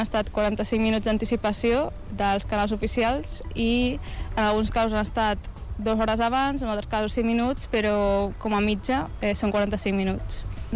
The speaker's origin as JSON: {"language": "Catalan", "town": "Badalona", "region": "Catalonia", "country": "Spain", "said": "Jo soc de Badalona"}